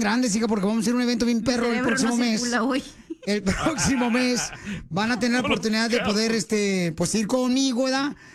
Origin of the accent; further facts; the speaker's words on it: Ocotlán, Jalisco, Mexico; Puede ser en Ocotlán, Jalisco, la pelea en mi tierra natal, babuchón, pero yo te diré.